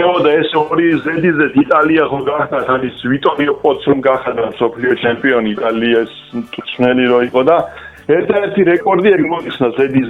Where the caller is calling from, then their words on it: Imereti, Georgia; იმერეთიდან ვარ.